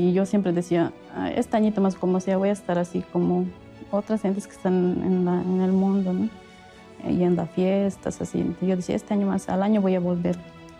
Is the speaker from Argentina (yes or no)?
no; Bolivia; tengo 29 años, soy de Bolivia.